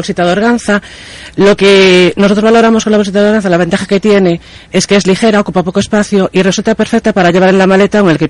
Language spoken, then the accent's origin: Spanish; Ferrol, Galicia, Spain; Somos de Ferrol todos.